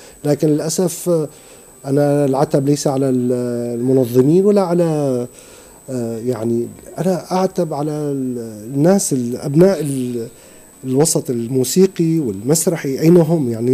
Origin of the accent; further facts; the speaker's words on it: Syria; now in Tunisia; وأنا بالنسبة لي كسوري مقيم في تونس